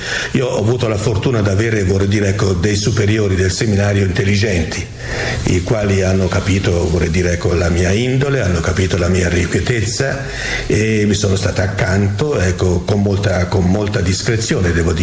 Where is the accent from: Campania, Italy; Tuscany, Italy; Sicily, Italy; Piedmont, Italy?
Tuscany, Italy; Arezzo; io sono nato ad Arezzo, non nella città ma nelle immediate vicinanze di Arezzo, tant'è che la scuola elementare io l'ho fatta dentro la città di Arezzo, ecco, per dire che eravamo molto vicino.